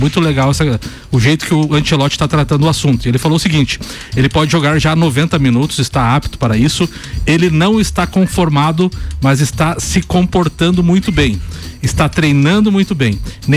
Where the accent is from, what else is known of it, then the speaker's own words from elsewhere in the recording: Brazil; Eu sou brasileiro, falo português, é Haaland.